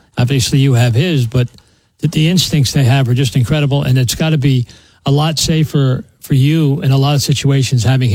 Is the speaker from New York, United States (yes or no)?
yes; Monroe, New York, United States; I came from Monroe, New York, so I've been in the area my whole life.